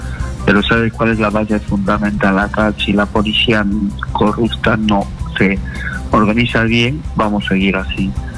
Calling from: Lima, Peru; Sí, acá de San Juan del Rigacho.

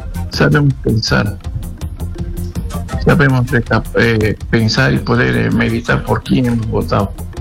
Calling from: Lima, Peru; yo acá de San Genaro nomás.

